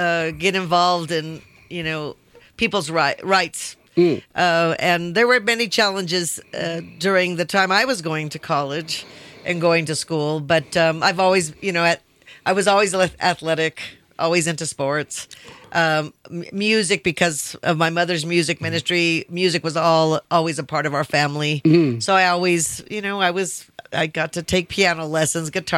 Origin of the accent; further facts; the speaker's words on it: Albuquerque, New Mexico, United States; born there; I wasn't born in Taos. I was born in Albuquerque, but all the summers as I was growing up, they were always spent in Valdez.